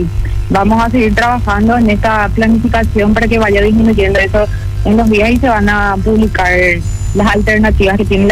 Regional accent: Luque, Central, Paraguay; Sí, yo también soy de Luque.

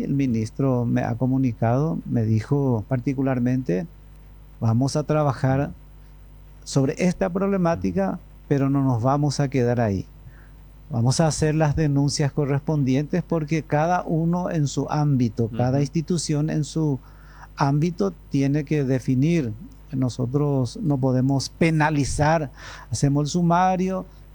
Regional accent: Caacupé, Cordillera, Paraguay; yo nací en Cacupé

